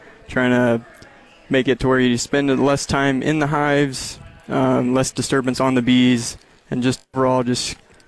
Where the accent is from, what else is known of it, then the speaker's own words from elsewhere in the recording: Missouri, United States; now in North Dakota, United States; We're originally from Missouri. So we moved up here because